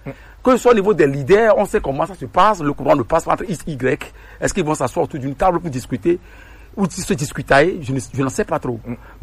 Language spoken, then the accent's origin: French; Togo; On est Togolais, on fait des coups d'État à répétition, nous sommes incapables maintenant de réagir.